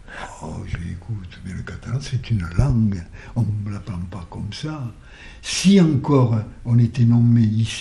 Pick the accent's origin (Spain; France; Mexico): France; Occitania; first language Roussillonese Catalan; La meva llengua materna era el rossillonès.